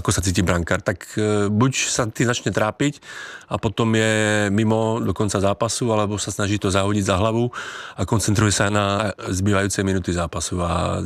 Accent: Slovakia; now in Czech Republic; To je pravda, jako fandím samozřejmě i českému národňáku, ale stále jsem Slovák, takže prvom radě slovenskému.

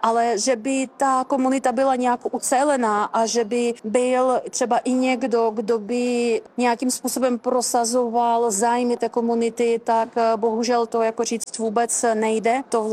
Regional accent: Ukraine; now in Czech Republic; I přesto, že asi moje vnitřní přesvědčení, kdo jsem, tak na pořád zůstane, že jsem Ukrajinka. Stejně prostě Česko je mým domovem a to se určitě nezmění.

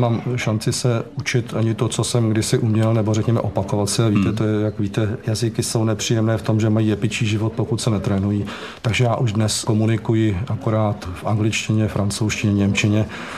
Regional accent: Teplice, Ústí nad Labem Region, Czechia; born there; moved away as an adult; now in Prague, Czechia; Já jsem se narodil v Teplicích, v Praze jsem od roku 66, kdy jsem přišel na studia a už jsem se z Prahy od té doby nikam neodstěhoval.

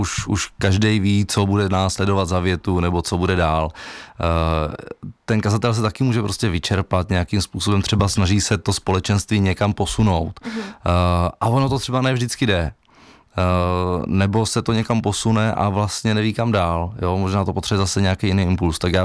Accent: Třebíč, Vysočina Region, Czechia; born there; Ještě abych nesmí opomenout Slezsko. Ale já jsem se narodil v Třebíči.

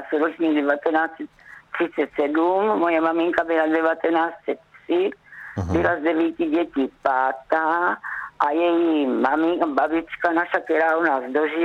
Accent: Kunovice, Zlín Region, Czechia; accent: Kunovice dialect; A víte mi, jako když já jsem teda pocházám z Kunovic, mluvím s vama nářečím, ale v Kunovicích se mluvilo ještě jináč.

